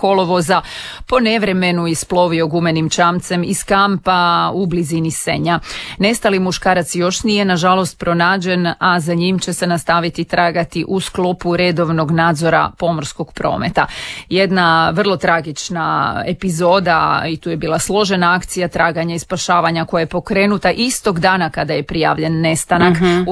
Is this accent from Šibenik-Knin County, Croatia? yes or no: no; Primorje-Gorski Kotar County, Croatia; kod nas u Primorju